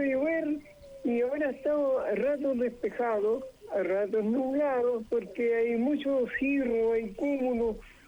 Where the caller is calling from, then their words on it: Coquimbo, Chile; Sí. Puerto de Coquimbo.